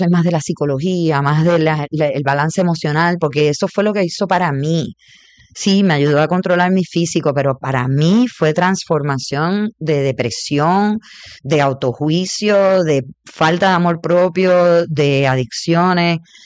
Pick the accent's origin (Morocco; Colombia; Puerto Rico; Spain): Puerto Rico; Yo soy boricua y me gusta la vida y los sentidos, por eso soy tántrica.